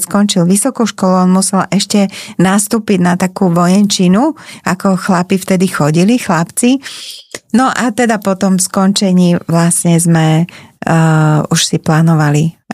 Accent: Bratislava, Bratislava Region, Slovakia; Ja som z Bratislavy.

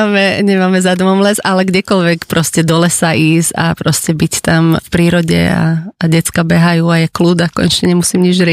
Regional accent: Senec, Bratislava Region, Slovakia; born there; Bývam v Senci, odkiaľ pochádzam aj ja, kde som sa narodila

